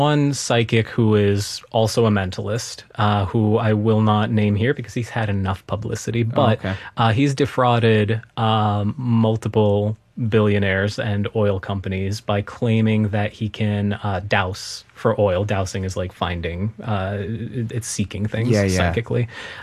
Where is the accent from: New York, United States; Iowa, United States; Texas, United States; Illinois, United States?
Illinois, United States; Chicago; So I grew up in Chicago, birthplace of close-up magic.